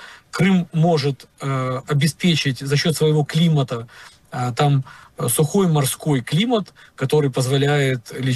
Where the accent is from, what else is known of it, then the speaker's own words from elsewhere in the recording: Crimea, Ukraine; now in Kyiv, Ukraine; Моя семья живет в Киеве, мы сами из Крыма, и мы без моря жить не можем.